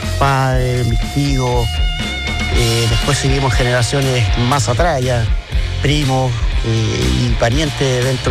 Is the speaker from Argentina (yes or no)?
no; Concepción, Biobío, Chile; born there; Sí, nacimos en Concepción, prácticamente casi al lado del Cluípico.